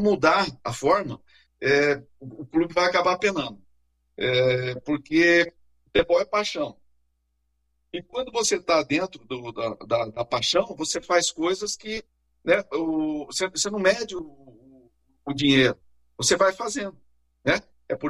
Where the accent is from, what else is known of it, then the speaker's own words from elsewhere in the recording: Cascavel, Paraná, Brazil; Pois nós somos de Cascavel, aqui no oeste paranaense. Aqui é uma cidade de 300 e poucos mil habitantes.